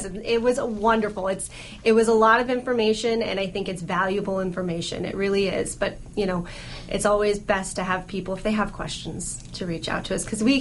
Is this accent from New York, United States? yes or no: no; Reno, Nevada, United States; moved away as an adult; I'm actually originally from Reno, Nevada. I came out here for law school more than I'd like to admit, more than 15 years ago.